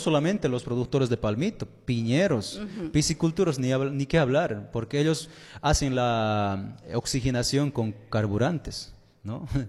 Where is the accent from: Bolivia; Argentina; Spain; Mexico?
Bolivia; como bolivianos y bolivianas